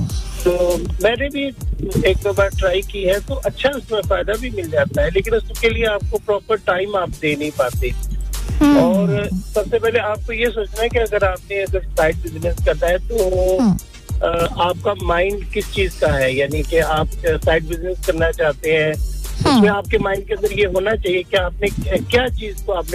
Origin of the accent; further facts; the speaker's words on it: Gujranwala, Punjab, Pakistan; वैसे मैं बेसिकली गुजरांवाला से हूँ